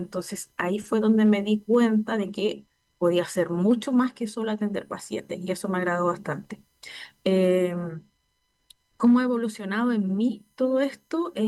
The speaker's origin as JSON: {"language": "Spanish", "area": "Chiloé", "region": "Los Lagos", "country": "Chile", "moved": "yes", "lives_now": "Puerto Montt, Chile", "said": "soy chilota de origen, pero no me alejé mucho de mi isla, así que estoy aquí cerca."}